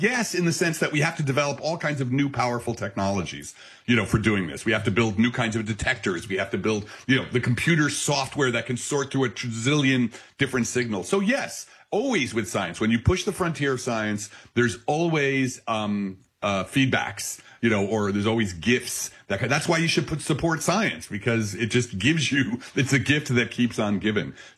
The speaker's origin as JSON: {"language": "English", "town": "Belleville", "region": "New Jersey", "country": "United States"}